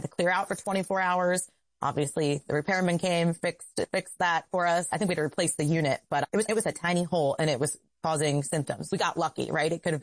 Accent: New Jersey, United States; Yeah, I remember I grew up in New Jersey, and I remember our CO alarm actually did go off.

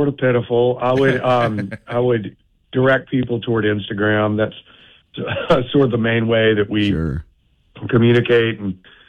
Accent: Birmingham, Alabama, United States; I was born and raised in Birmingham, loved the city, always fascinated by the city. I mean, grew up seeing it kind of in the state that it was in the 80s.

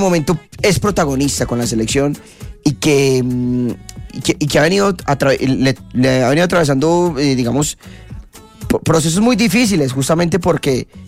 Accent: Marinilla, Antioquia, Colombia; yo soy de Marinilla, Antioquia.

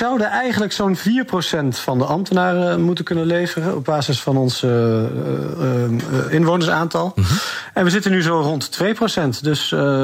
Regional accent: Netherlands; als Nederlandse ambtenaar neem je toch een bepaalde cultuur mee.

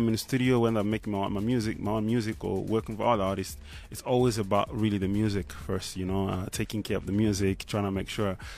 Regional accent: Goma, North Kivu, DR Congo; born or raised there

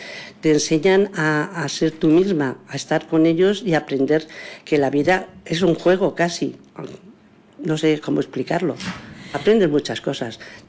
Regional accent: Motilla del Palancar, Castilla-La Mancha, Spain; born there; also born or lived in Cuenca; cuando era pequeña era en Cuenca, aquí cuando estábamos aquí en Motilla

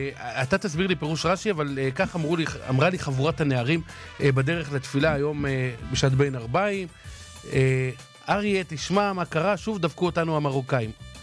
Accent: Jerusalem, Jerusalem District, Israel; אני ירושלמי

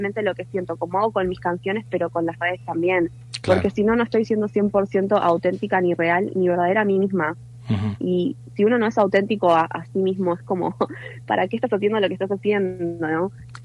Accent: Argentina; se ha encontrado con esta crítica de che, sos argentina

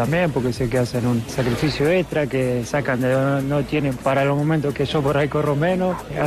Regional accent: Argentina

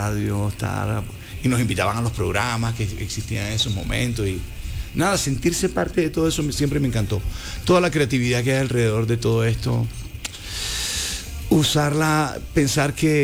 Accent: Puerto Rico; Ah, puñeta, es que vengo de Puerto Rico.

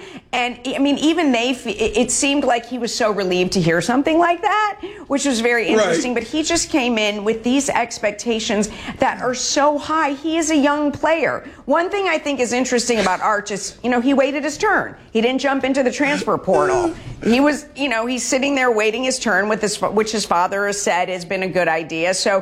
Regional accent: Buffalo, New York, United States; Listen, if you want, I'm from Buffalo. If you want to talk about Buffalo Bills football and all the heartbreak I've been through, I got all the time in the world.

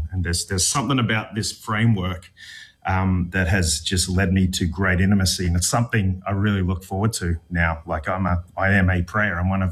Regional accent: Australia; now in United States; as an Australian who lives in the States

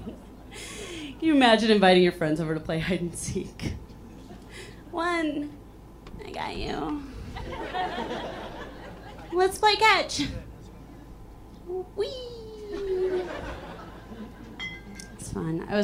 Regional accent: Chicago, Illinois, United States; So, like the host said, I'm from Chicago. I'm from here. I live in Chicago.

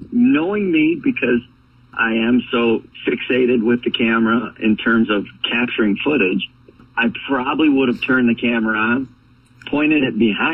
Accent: Michigan, United States; I'm a Michigan guy, born and raised in Michigan.

